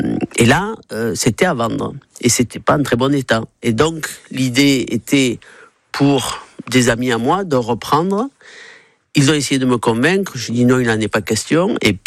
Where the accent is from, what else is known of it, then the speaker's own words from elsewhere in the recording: Gascony, France; Quand j'étais jeune en Gascogne, c'était vraiment l'entreprise du coin ouais.